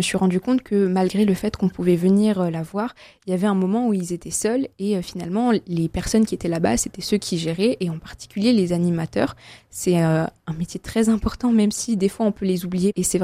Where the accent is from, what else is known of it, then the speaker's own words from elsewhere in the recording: Saint-Avold, Grand Est, France; vu que je viens de Saint-Avold et que c'est à la frontière allemande